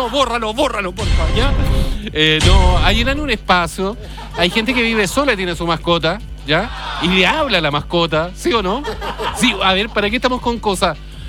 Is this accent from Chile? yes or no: yes; Lota, Biobío, Chile; yo soy de Lota.